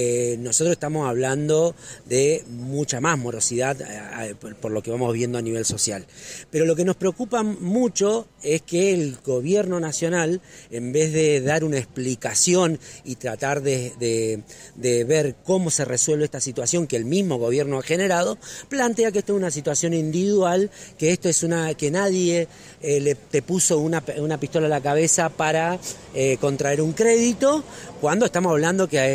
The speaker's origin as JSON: {"language": "Spanish", "country": "Argentina", "said": "esto que nos está sucediendo como argentino"}